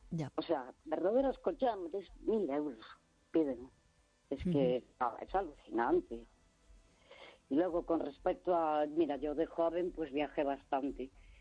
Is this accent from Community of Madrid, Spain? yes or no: no; Santiago de Compostela, Galicia, Spain; Porque yo soy de Santiago de toda la vida, mi abuelo de Santiago, mi bisabuelo, toda mi familia.